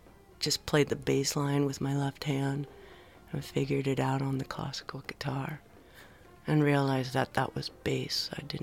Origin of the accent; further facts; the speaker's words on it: Argentina; moved away; You know, I'm from Argentina.